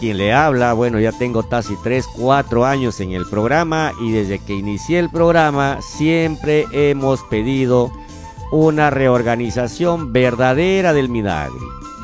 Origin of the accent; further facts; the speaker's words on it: Utcubamba Province, Amazonas, Peru; moved away; yo ya tengo 57 años de vida natural de esta provincia de Utcubamba y ahora regresé a mi pueblo para trabajar.